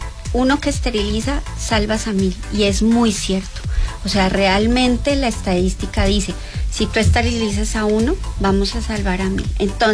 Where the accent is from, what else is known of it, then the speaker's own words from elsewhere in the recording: Colombia; moved away; Sí, yo soy colombiana.